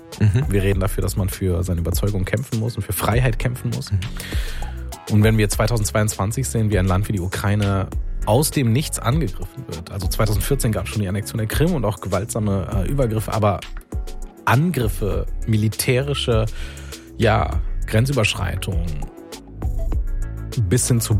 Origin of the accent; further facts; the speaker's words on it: Wuppertal, North Rhine-Westphalia, Germany; Also ich bin in Wuppertal aufgewachsen, 13 Kilometer vom Wohnhaus der Familie Gentsch entfernt, die angegriffen wurden.